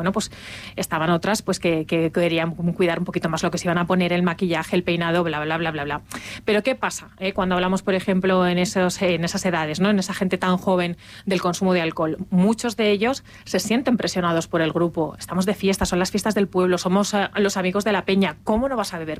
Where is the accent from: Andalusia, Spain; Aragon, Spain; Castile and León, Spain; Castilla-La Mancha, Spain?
Castile and León, Spain; Arenas de San Pedro; born there; Mi pueblo es Arenas de San Pedro, señores, pues no es de la comarca, pero casi.